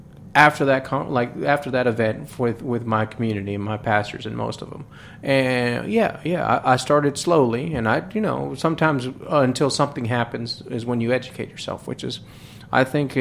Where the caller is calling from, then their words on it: United States; just because I'm American.